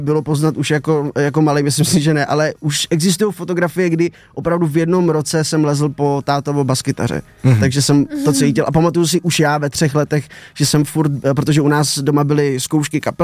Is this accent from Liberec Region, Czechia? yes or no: yes; Liberec, Liberec Region, Czechia; also born or lived in Frýdlant; severu, přesně tak, z hor, konkrétně z Frýdlantu, teda tam mají asi prý lepší porodnice než v Liberci, ale vyrůstal jsem v Liberci, no, tak tam je prostě nádherně.